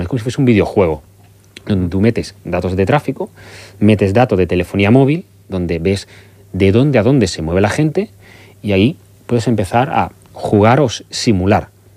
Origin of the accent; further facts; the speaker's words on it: Málaga, Andalusia, Spain; moved away; Voy a poner un ejemplo de Málaga, voy a tirar por mi tierra si me lo permites